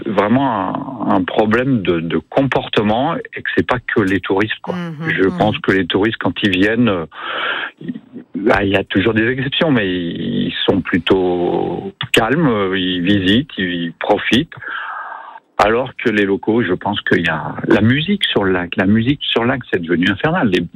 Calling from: Le Montcel, Auvergne-Rhône-Alpes, France; Oui, je suis au Moncel

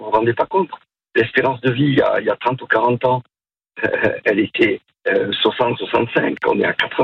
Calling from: Montpellier, Occitanie, France; J'habite à Montpellier.

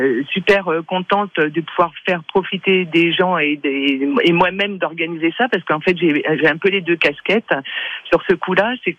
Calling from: Nérignac, Nouvelle-Aquitaine, France; J'habite à Nérignac, qui est une petite commune du sud Vienne.

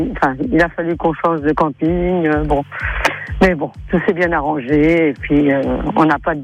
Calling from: La Tourette, Nouvelle-Aquitaine, France; J'appelle de la Tourette.

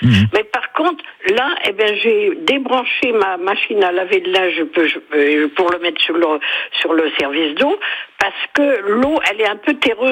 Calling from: Pays de la Loire, France; je suis dans le pays de Ré, puisque je suis sur le Clion

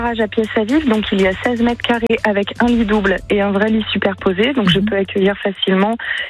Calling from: Coulounieix-Chamiers, Nouvelle-Aquitaine, France; moi j'habite à Coulommiers-Chamiers, je suis collée à Périgueux.

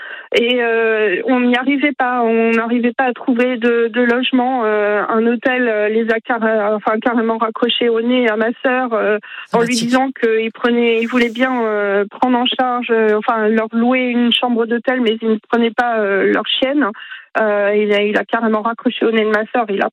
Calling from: Centre-Val de Loire, France; J'habite en Touraine

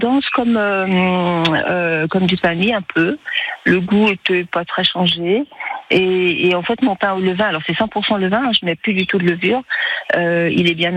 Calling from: Bourgogne-Franche-Comté, France; J'appelle d'un petit village dans le Jura.

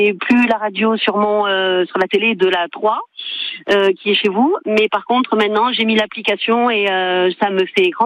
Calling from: Toulouse, Occitanie, France; Je suis revenue chez moi à Toulouse avec grand regret. Moi, j'aime beaucoup Toulouse

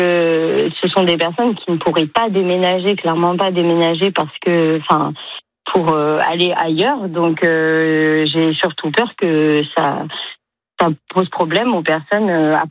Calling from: Provence-Alpes-Côte d'Azur, France; moi, je suis à Saint-Lizé, du coup. C'est plus problématique à Puget-Théniers, je pense, du coup. On est donc dans la vallée de la Roudoule, où on a 50 habitants qui vivent à l'année

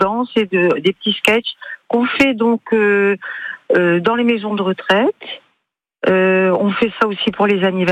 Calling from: Roncq, Hauts-de-France, France; nous, on est de Roncq

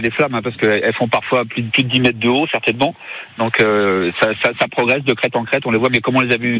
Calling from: Boulternère, Occitanie, France; Ah ben moi je suis à Boulternère sur les hauteurs en face

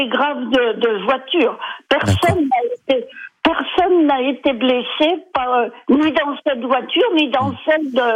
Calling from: Centre-Val de Loire, France; j'ai 83 ans et j'habite à Aveni.

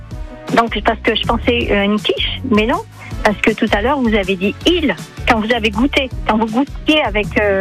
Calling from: Mours-Saint-Eusèbe, Auvergne-Rhône-Alpes, France

